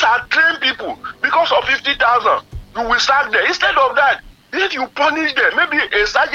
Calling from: Olodo, Nigeria; I'm calling from Olodo.

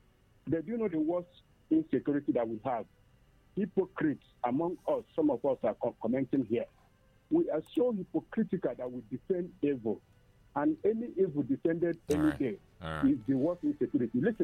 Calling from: Enugu, Enugu State, Nigeria; I'm calling from Enugu.

